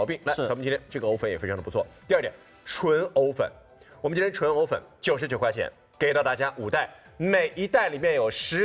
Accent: Hangzhou, Zhejiang, China; 因为我在杭州从小是在宝石山旁边，就是那个钱红处纪念钱红处的那个宝处山

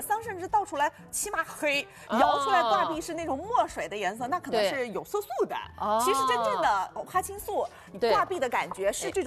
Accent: China

